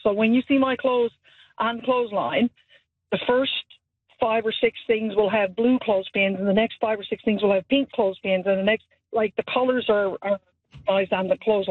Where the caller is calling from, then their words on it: Portugal Cove, Newfoundland and Labrador, Canada; Portugal Cove.